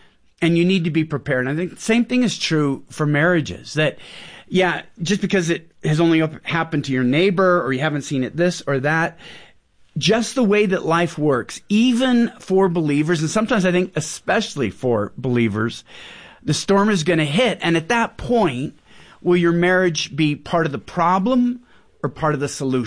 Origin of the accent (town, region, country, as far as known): Pacific Northwest, United States